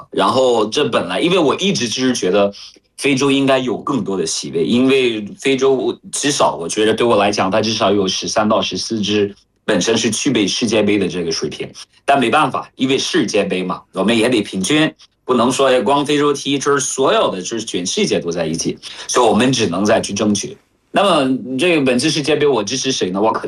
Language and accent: Chinese; Cameroon; Chinese is a second language; Hello 大家好，我是来自喀麦隆的